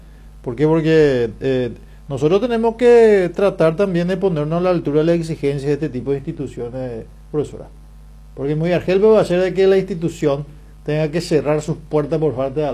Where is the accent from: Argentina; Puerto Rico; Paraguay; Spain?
Paraguay; Nosotros trabajamos acá todos los días y todos somos paraguayos o llámese latino